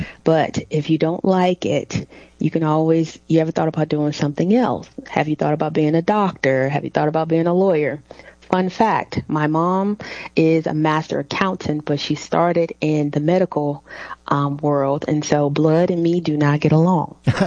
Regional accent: Alabama, United States; So I am from Alabama, the tri-area, so where Alabama, Mississippi, and Tennessee meets.

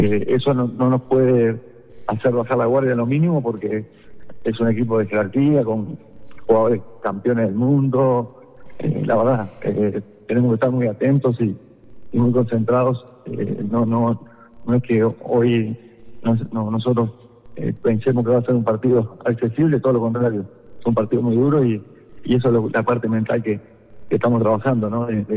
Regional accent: Uruguay; Bueno, soy uruguayo, como usted bien decía, tengo una historia en el club en el año 2022

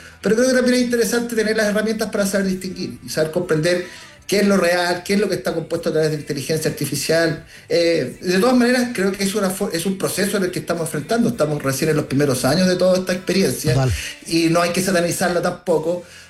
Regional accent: Valparaíso, Chile; estaba en Valparaíso, en mi ciudad natal, y había llovido

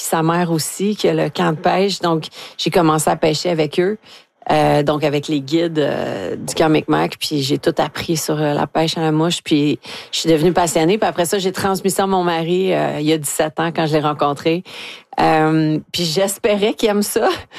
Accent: Bonaventure, Quebec, Canada; born there; now in Saint-Hilaire, Canada; j'ai une maison à Cascapédia, en Gaspésie. Puis j'ai été élevée une bonne partie de mon enfance à Bonaventure, en Gaspésie.

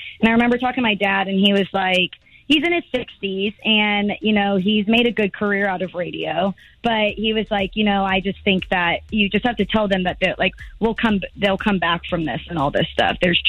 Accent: Texas, United States; now in St. Louis, United States; I'm from Texas.

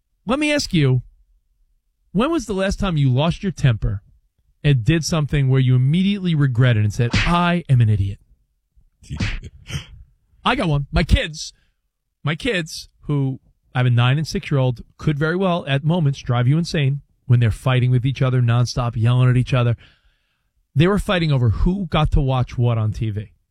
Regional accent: New York, United States; I'm from New York.

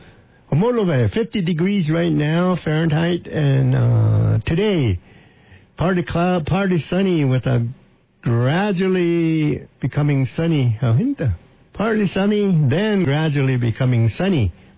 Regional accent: Yantukyovi, Arizona, United States; Yantukyovi, that's my hometown, Yantukyovi.

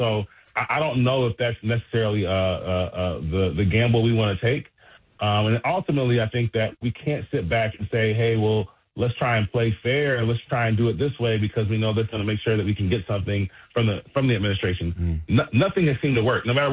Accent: Baltimore, Maryland, United States; And I've never been more proud to be a Baltimorean. When you say those numbers, TJ, I grew up in Baltimore in the summers, and you know how bad it was at certain points in the 90s.

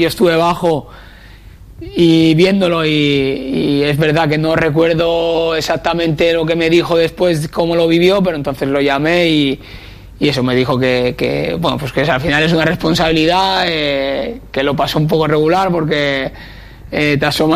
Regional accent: Crevillente, Valencian Community, Spain; Porque nací en Elche, en Crevillente no había hospitales, entonces tuve que nacer aquí

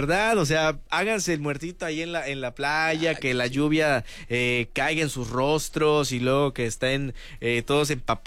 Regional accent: Acapulco, Guerrero, Mexico; somos de Acapulco.

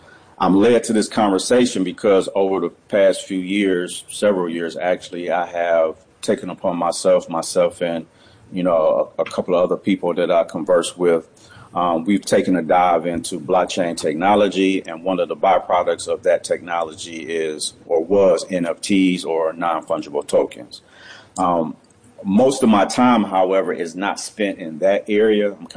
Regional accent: Cleveland, Ohio, United States; I'm born and raised in Cleveland, Ohio.

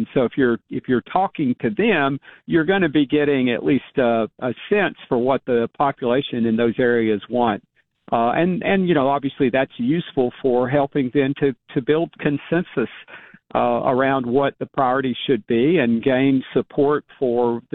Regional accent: Cookeville, Tennessee, United States; We are going to be in Cookeville, my hometown where I grew up, at the Leslie Town Center

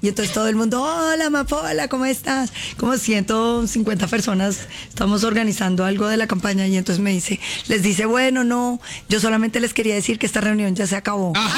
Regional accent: Popayán, Cauca, Colombia; now in Bogotá, Colombia; Yo soy de Popayán

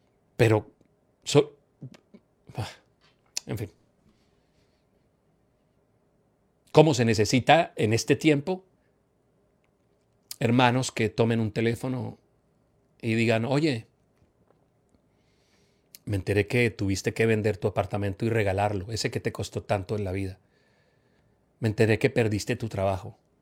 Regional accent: Santander, Colombia; nosotros como colombianos, como santanderianos

